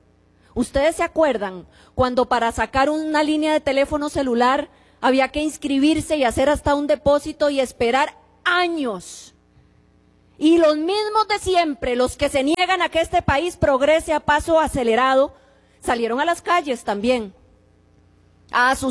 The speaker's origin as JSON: {"language": "Spanish", "country": "Costa Rica", "said": "mientras nosotros costarricenses tenemos"}